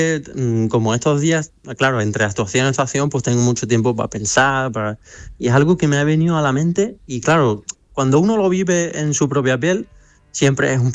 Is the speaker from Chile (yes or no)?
no; San Roque, Andalusia, Spain; durante muchos años yo estuve en San Roque, empecé en San Roque a estudiar, en mi pueblo natal